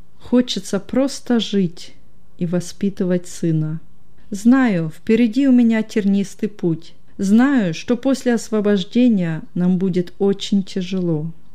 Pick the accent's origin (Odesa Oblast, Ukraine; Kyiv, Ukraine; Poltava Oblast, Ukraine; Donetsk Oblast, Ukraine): Donetsk Oblast, Ukraine; Selydove; Родом я из Донецкой области, из городка Селидово. Помню лихие 90-е годы, когда на Украине был беспредел.